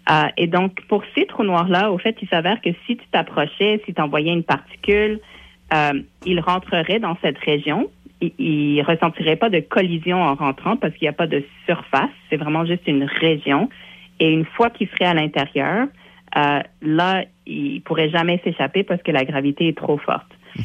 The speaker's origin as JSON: {"language": "French", "town": "Montreal", "region": "Quebec", "country": "Canada", "said": "à Montréal, de où je viens, la ville de Montréal"}